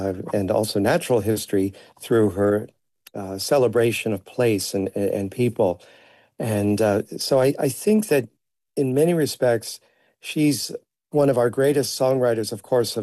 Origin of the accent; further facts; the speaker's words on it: Washington, District of Columbia, United States; You know, growing up in Washington, D.C., I was close to people who worked at the Appalachian Regional Commission, so that was kind of my orientation to Appalachia, and it grew from there.